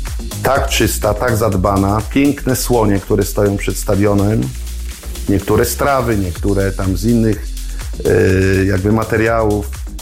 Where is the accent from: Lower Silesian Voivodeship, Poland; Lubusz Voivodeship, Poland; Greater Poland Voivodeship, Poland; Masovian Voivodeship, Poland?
Lower Silesian Voivodeship, Poland; Mirsk; also born or lived in Gryfów Śląski; Ja się urodziłem w Gryfowie Śląskim, bo ja nie jestem z Inowrocławia, naprzeciwko stadionu. W Mirsku mieszkałem na Dolnym Śląsku, w innej miejscowości, naprzeciwko stadionu.